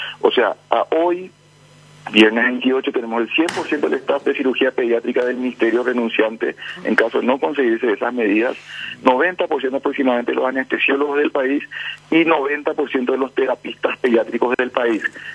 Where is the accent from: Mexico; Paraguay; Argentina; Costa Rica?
Paraguay